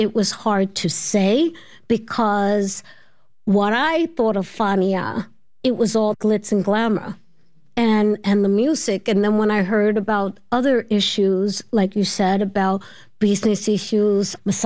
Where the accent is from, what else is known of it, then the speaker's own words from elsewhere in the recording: New York City, New York, United States; Well, first of all, being a New Yorker